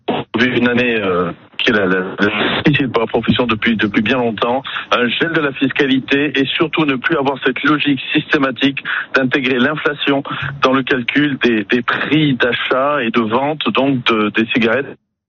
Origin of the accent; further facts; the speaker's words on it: Nice, Provence-Alpes-Côte d'Azur, France; Vous savez, je suis niçois.